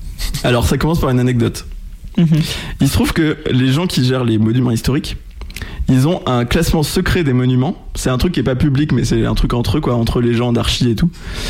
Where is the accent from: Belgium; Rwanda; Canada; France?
France; Normandy; moved away; also born or lived in Amiens; je viens de Normandie